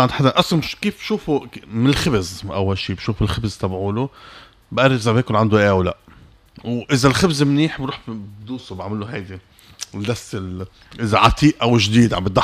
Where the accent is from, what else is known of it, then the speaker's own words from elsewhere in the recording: Lebanon; also born or lived in Canada; now in Tunisia; انا اصلي لبناني وحامل جنسية كندية